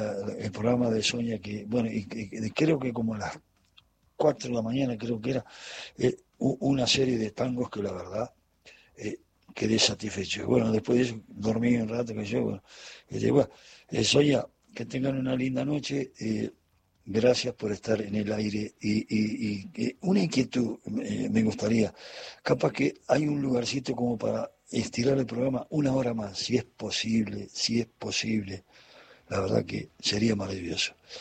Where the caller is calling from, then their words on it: Punta Alta, Buenos Aires Province, Argentina; desde acá de mi terruño … de mi terruño acá en el sur de la provincia de Buenos Aires, Punta Alta.